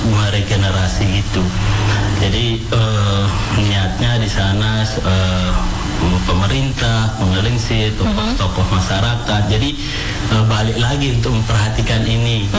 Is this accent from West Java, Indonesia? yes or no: no; West Nusa Tenggara, Indonesia